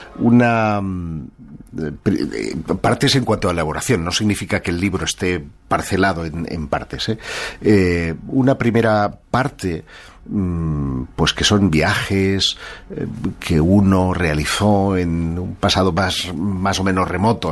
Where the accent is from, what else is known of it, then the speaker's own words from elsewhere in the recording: Terrassa, Catalonia, Spain; Mi ciudad natal.